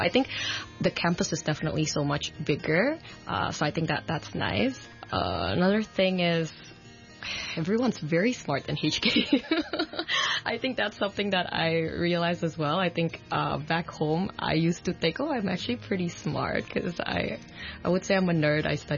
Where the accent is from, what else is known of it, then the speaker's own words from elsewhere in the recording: Jakarta, Indonesia; So I usually mainly go back to Jakarta, so that's my hometown.So I live in the northern part of Jakarta called Sunter.